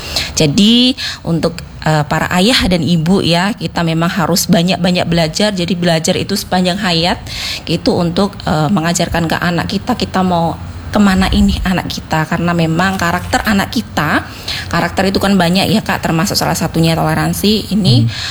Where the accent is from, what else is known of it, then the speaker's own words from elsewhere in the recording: Java, Indonesia; karena dulu saya dari Jawa ya, mohon maaf gitu